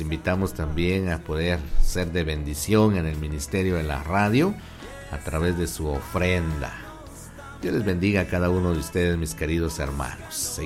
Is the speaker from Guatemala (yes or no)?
yes; Guatemala